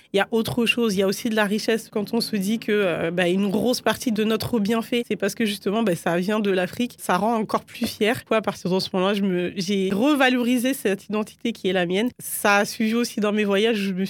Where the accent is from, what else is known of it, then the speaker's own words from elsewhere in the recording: France; Je suis née en France, on nous a aussi appris la culture congolaise et africaine